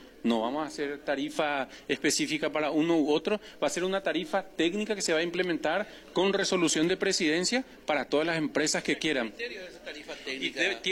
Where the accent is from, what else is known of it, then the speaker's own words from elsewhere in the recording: Paraguay; todos como paraguayos.